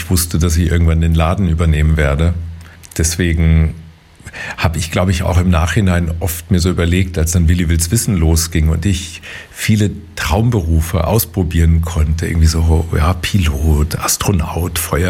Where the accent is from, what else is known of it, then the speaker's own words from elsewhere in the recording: Hesse, Germany; accent: Hessian; Auf Hessisch so Topfgucker.